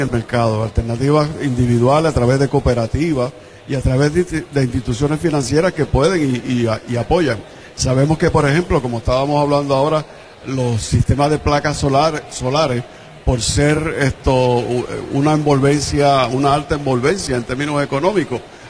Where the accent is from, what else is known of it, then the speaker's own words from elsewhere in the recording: Puerto Rico; estamos fabricando aquí en Puerto Rico, somos puertorriqueños.